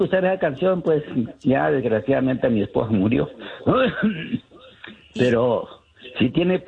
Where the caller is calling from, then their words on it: Sonora, Mexico; Yo soy de Sonora, cerca de Magdalena de Quino.